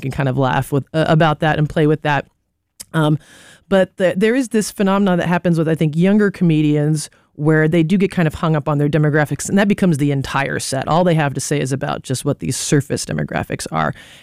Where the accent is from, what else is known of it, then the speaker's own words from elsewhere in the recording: United States; acknowledging what my position is in the room as also an American tourist hanging out in Japan.